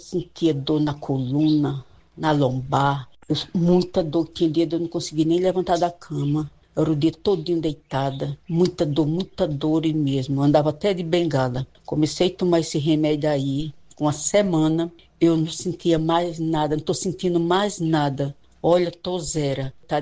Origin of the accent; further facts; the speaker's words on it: Pernambuco, Brazil; Eu sou aqui do Pernambuco, eu tenho 66 anos